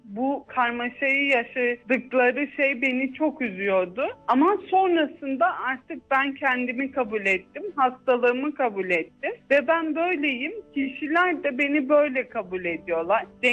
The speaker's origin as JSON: {"language": "Turkish", "region": "Çorum", "country": "Turkey", "tie": "born there", "said": "1993 Çorum doğumluyum."}